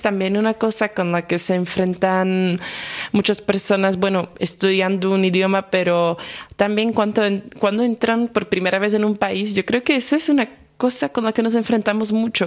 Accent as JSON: {"language": "Spanish", "country": "Slovakia", "accent": "Slovak", "first_language": "Slovak", "second_language": "Spanish", "said": "porque en eslovaco, por ejemplo, ya por eso tengo el acento bastante marcado, porque nosotros ponemos el acento siempre en la primera sílaba de la palabra."}